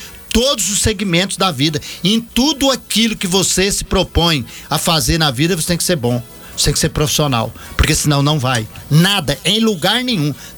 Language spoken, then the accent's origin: Portuguese; Pirenópolis, Goiás, Brazil; moved away; E é minha terra natal, né? Minha família é toda de lá.